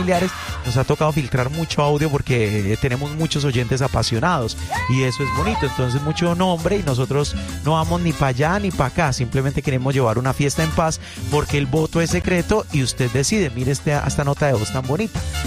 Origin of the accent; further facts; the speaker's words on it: Valle del Cauca, Colombia; accent: paisa; yo me siento orgulloso de ser de las montañas del Valle, ¿cierto? Y aunque no tengo acento ayuno, sino muy paisa, pues qué bueno compartir con la familia más grande de Colombia.